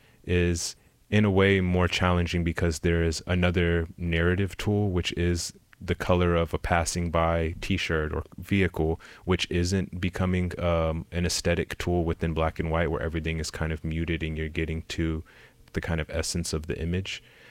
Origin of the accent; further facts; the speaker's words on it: Oklahoma, United States; also born or lived in Austin, Texas; Yeah, so I was born here in Austin, and in the third grade, I moved to Oklahoma, which is where my mother's family is from.